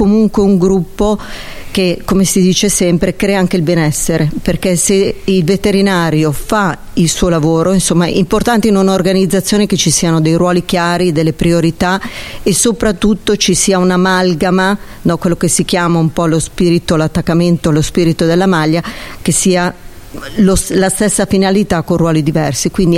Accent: Lombardy, Italy

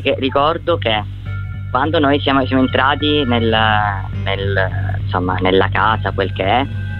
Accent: Barcellona Pozzo di Gotto, Sicily, Italy; Io vengo da Barcellona, provincia di Messina, sogno siciliano. Quindi se faccio una morale di nord sud, io vengo dal sud

